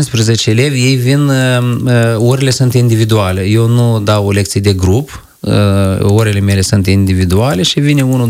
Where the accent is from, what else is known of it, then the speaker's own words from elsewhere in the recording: Tabani, Briceni District, Moldova; Din Tabani, Briceni. Tabani, Briceni, da.